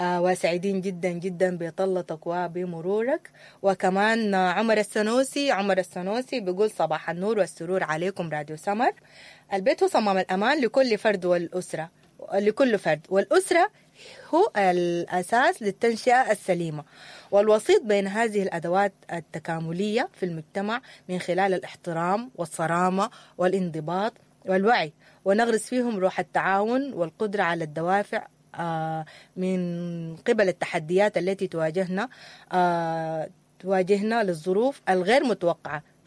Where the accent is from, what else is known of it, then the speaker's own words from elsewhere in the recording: Sudan; احنا بجد يعني كمجتمع سوداني